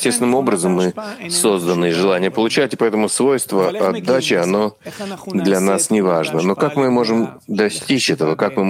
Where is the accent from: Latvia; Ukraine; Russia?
Latvia; Допустим, я из Латвии, да.